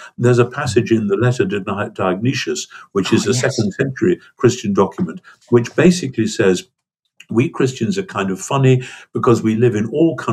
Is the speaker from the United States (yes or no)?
no; United Kingdom